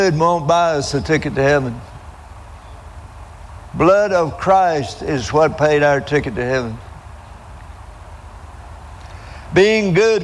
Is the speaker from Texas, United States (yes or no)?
no; Alabama, United States; I'm from Alabama and proud of it.